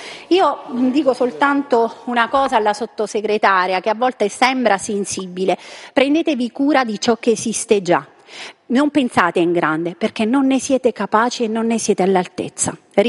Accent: Abruzzo, Italy; perché sa, io sono abruzzese, in terra d'Abruzzo la Corte dei Conti certifica una mala gestione di questi fondi del PNRR

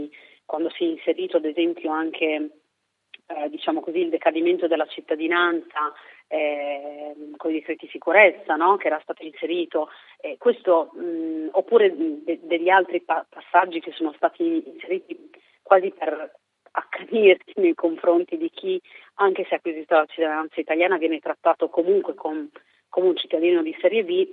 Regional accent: Reggio Emilia, Emilia-Romagna, Italy; io sono di Reggio Emilia, mi sono affacciata all'università dovendomi spostare, facendola pendolare a Bologna

